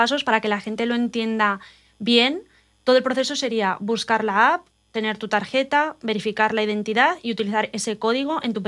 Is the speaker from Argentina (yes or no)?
no; Spain; porque yo soy española y sé que ahora mismo no entra a España